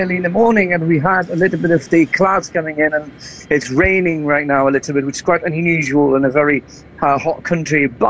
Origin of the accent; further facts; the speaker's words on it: London, United Kingdom; And that's the reason I am here from London as well, to just kind of see the football fans